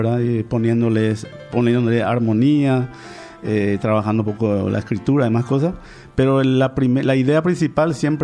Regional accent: Paraguay; moved away as an adult; now in France; Yo soy paraguayo

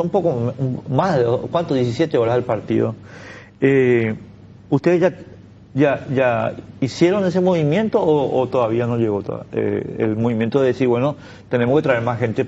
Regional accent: Paraguay; ¿Por qué tenemos tanto complejo de inferioridad los paraguayos?

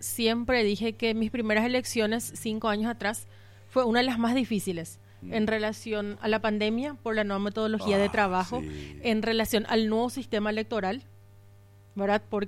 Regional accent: Pedro Juan Caballero, Amambay, Paraguay; born or raised there

